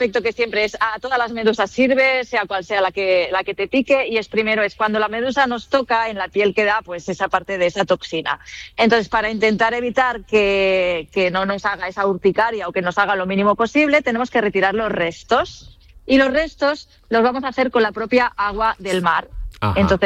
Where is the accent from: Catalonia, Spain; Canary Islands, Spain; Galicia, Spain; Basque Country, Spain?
Catalonia, Spain; Yo, por ejemplo, que soy de cerca de Barcelona, en el Mediterráneo no hay tantos, pero algún pez araña puede haber.